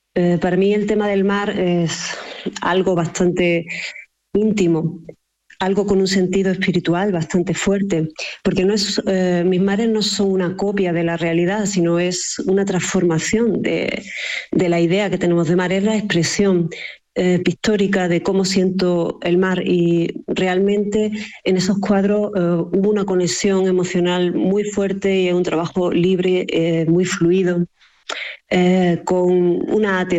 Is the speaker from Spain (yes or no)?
yes; Jaén, Andalusia, Spain; moved away; es la primera vez que voy a exponer en mi tierra, rodeada de mis amigos, de mi familia, de gente que me conoce desde hace mucho tiempo